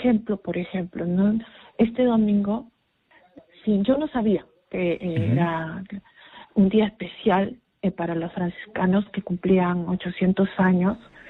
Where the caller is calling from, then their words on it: Lima, Peru; Hablo de San Juan de Miraflores.